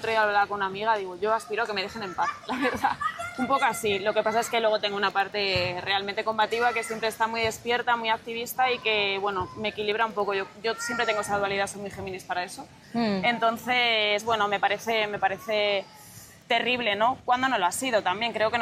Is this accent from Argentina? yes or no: no; Segovia, Castile and León, Spain; Sí, yo soy de Segovia